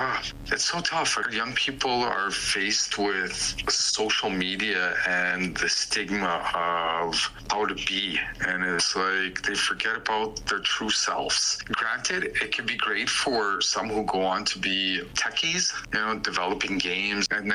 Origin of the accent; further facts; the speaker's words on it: Manning, Alberta, Canada; born there; I am from north of 59. That's great. I am from up in northern Alberta. I was born in Manning and come from a small community up there.